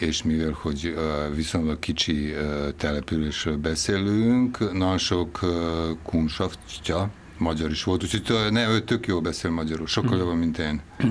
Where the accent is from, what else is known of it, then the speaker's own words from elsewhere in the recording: Novi Kneževac, Vojvodina, Serbia; first language Serbian; Hungarian is a second language; moved away; also born or lived in Piliscsaba; Novik Nezsevácon születtem, ami a magyar neve az Török Kanizsa, ami 3 kilométerrel van a Kanizsától, Tiszán túl